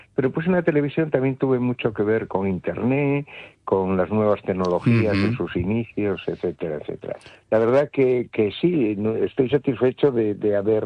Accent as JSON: {"language": "Spanish", "town": "Chapela", "region": "Galicia", "country": "Spain", "tie": "born or raised there", "said": "Pues porque yo soy de una zona donde hay periódicos abundantes y buenos, como es el Faro de Vigo. Yo soy de Chapela, donde tiene la sede el Faro de Vigo."}